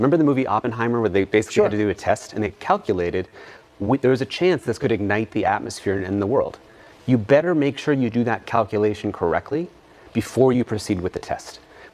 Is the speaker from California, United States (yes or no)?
yes; Silicon Valley, California, United States; I'm from Silicon Valley, I know the people building this technology